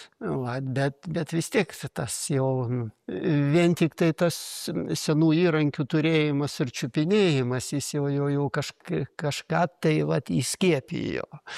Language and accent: Lithuanian; Vilnius, Vilnius County, Lithuania; moved away as an adult; now in near Trakai, Lithuania; Mes, taip sakant, grini miestiečiai, aš Vilniuje ir gimęs